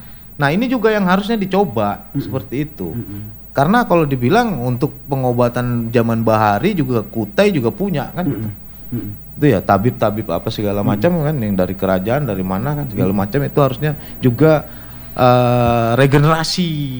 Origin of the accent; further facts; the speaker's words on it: Sarawak, Malaysia; Saya anak Borneo.